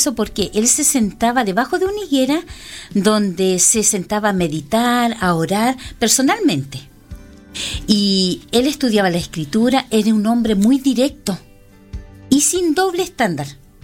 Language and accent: Spanish; Chile; yo decía, ¿de dónde vienes tú? De la... Yo no quería nombrar la O'Higgins. Entonces yo decía, de la Pablo, la que está detrás de la O'Higgins.